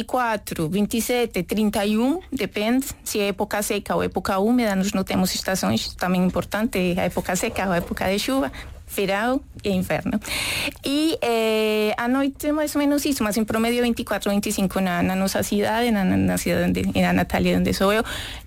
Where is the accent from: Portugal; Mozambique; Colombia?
Colombia; Medellín, Antioquia; Eu sou de Medellín muito também, bem. Sim.